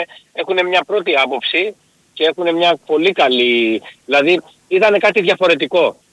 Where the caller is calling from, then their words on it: Frankfurt, Hesse, Germany; Τι κάνετε … από τη Φραγκφούρτη.